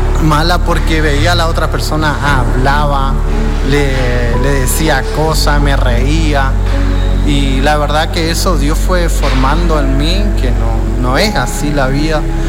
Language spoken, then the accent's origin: Spanish; Paso de los Libres, Corrientes, Argentina; moved away as an adult; now in Chaco, Argentina; yo soy de Paso de los Libres